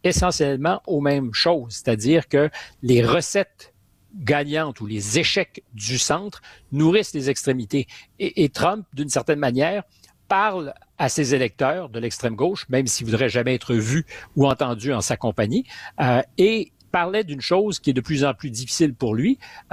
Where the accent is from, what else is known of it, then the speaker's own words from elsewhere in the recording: Quebec, Canada; now in France; chez nous au Québec